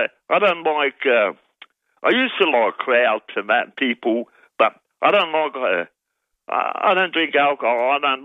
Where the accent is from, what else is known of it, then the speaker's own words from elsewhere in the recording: Amsterdam, North Holland, Netherlands; now in Australia; Oh, well, I tell you, I grew up in Amsterdam and it's, Holland's still, the people are still living and...